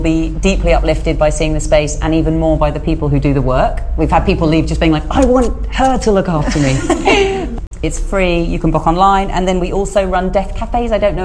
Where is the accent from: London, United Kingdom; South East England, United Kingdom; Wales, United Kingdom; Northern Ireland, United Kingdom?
South East England, United Kingdom; Isle of Wight; I grew up on the Isle of Wight.